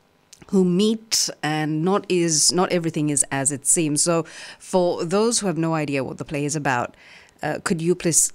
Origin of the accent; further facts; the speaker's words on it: Colombo, Western Province, Sri Lanka; We're both from Sri Lanka, you are from Jaffna, I'm from Colombo. You have Tamil parents, I have a Sinhalese mother and a Tamil father.